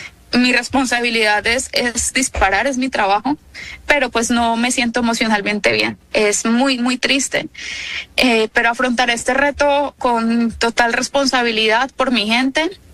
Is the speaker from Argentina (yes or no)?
no; Pereira, Risaralda, Colombia; now in Puerto Rico; En el equipo en este momento somos dos pereiranos y el entrenador nacional que vive en Pereira. No tenemos dónde entrenar en este momento. Yo vivo pues en Puerto Rico, acá estoy entrenando